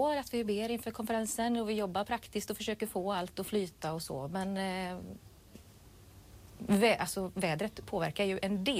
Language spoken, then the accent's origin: Swedish; Sweden; moved away as an adult; also born or lived in Hisingen, Gothenburg; Jag är född och uppvuxen på Hörnö. Flyttade till Hisingen, så jag säger att jag bott i stan.